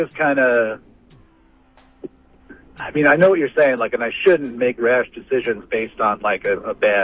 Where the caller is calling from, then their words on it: New York, United States; in New York.